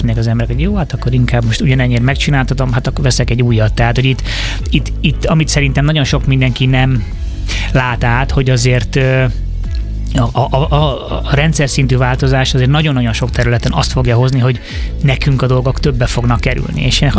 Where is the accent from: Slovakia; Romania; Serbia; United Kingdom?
United Kingdom; England; now in Hungary; legalábbis én Angliában nőttem föl